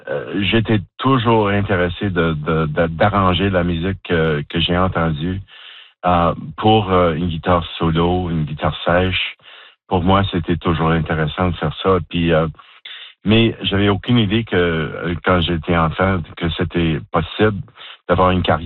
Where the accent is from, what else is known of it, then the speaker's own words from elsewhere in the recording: Montreal, Quebec, Canada; depuis mon enfance à Montréal